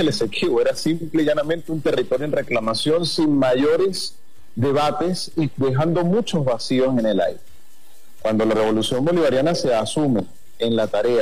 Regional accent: Venezuela

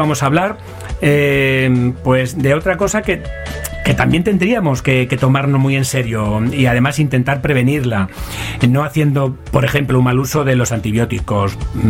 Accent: Esparragalejo, Extremadura, Spain; Esparragalejo. Eso es primicia mundial, que es mi pueblo

